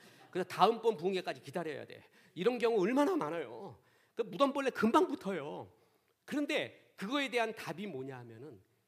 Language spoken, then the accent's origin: Korean; Seoul, South Korea; 저는 서울에서 태어나고 자랐습니다. 전형적인 시티보이입니다. 그런데 시골을 좋아했죠. 그래서 시골에서 살기도 하고 방학만 되면 살고.